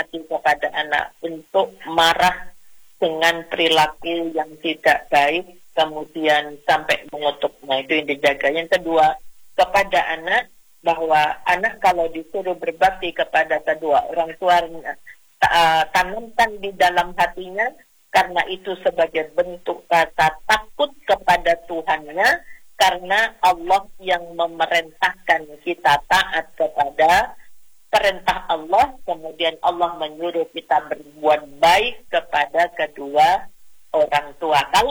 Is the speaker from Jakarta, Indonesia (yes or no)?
no; East Java, Indonesia; Ya, walaupun saya dari Madura, ya ada unggah unggunya.